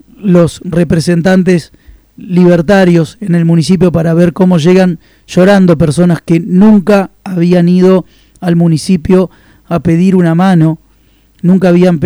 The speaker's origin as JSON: {"language": "Spanish", "country": "Argentina"}